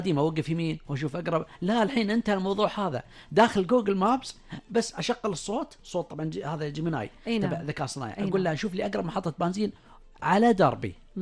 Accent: Kuwait

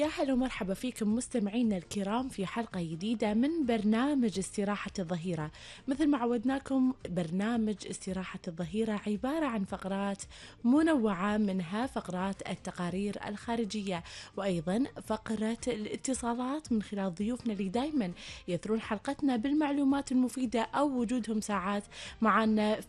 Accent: Kuwait; في دولتنا الحبيبة الكويت

